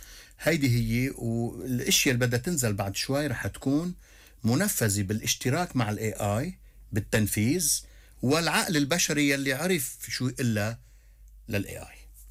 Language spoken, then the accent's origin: Arabic; Zahle, Beqaa, Lebanon; وأعتز أني أنتمي إلى هذه البقعة من الأرض.